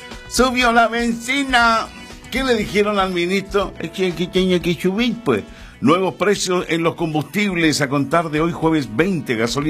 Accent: Valparaíso, Chile; Somos de acá de Playa Ancha, somos porteños, somos de la región

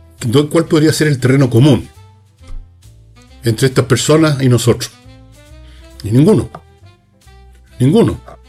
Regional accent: Chile

